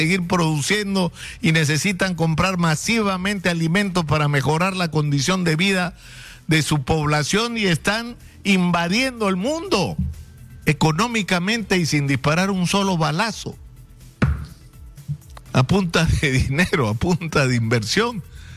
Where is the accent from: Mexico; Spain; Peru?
Peru